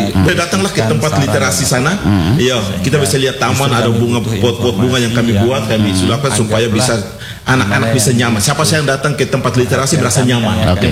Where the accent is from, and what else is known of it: Wamena, Highland Papua, Indonesia